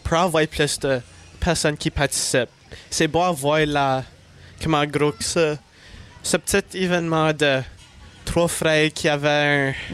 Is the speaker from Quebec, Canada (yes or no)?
no; La Broquerie, Manitoba, Canada; Moi, je viens de Labrecrie, Manitoba.